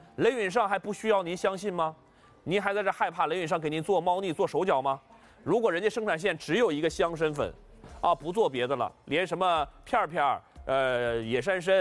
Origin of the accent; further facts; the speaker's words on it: China; 人家你要是要造假的话，我们中国人也不答应呀，对不对？